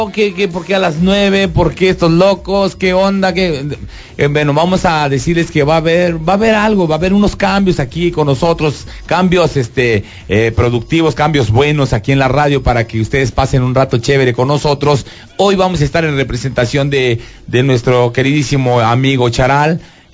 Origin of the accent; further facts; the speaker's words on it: Mexico; Seguimos siendo mexicanos y pues vamos a molestarnos por cosas más feas.